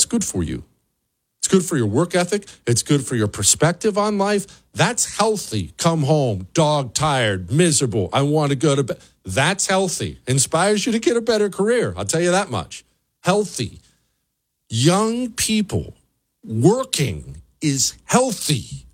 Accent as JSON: {"language": "English", "town": "Bozeman", "region": "Montana", "country": "United States", "tie": "born or raised there", "said": "I grew up in Bozeman, which was small back then. It's way bigger now and kind of got ruined, but small back then"}